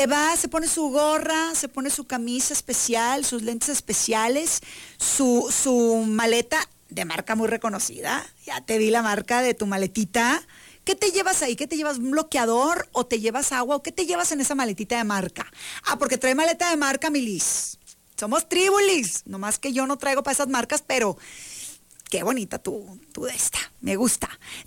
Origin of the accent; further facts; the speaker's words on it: Mexico; También nosotros somos mexicanos, aunque nacimos cerca de esa cultura híbrida que tenemos de tocho morocho